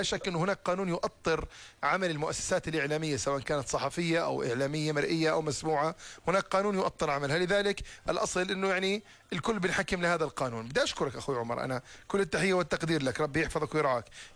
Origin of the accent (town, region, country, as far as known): Jordan